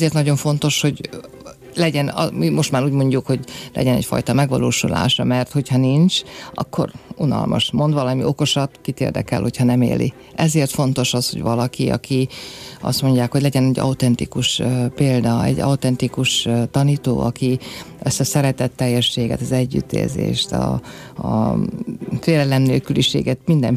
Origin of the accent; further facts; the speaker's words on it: Oradea, Bihor, Romania; now in Budapest, Hungary; én Erdélyből származott, nagyváradi lány vagyok